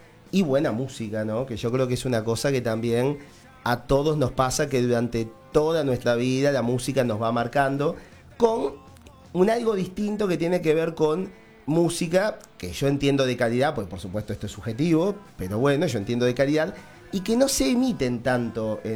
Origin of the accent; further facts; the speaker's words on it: Montevideo, Uruguay; yo soy de Montevideo